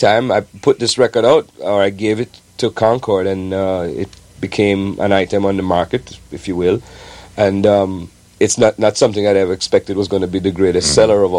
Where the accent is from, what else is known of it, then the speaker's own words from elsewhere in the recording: Jamaica; You see, I grew up in Jamaica.